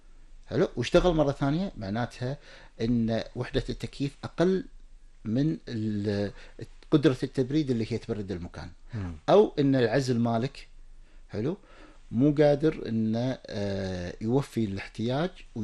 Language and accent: Arabic; Kuwait; موجودة شركات هنا عندنا في الكويت